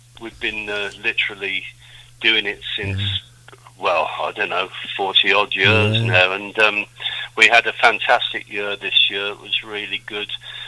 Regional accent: Birmingham, West Midlands, United Kingdom; You know, I grew up in Birmingham, so I was in a band with Bonzo for a few months.

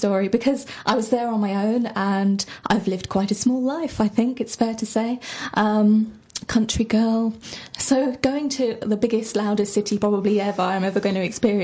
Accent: England, United Kingdom; they knew I was from England

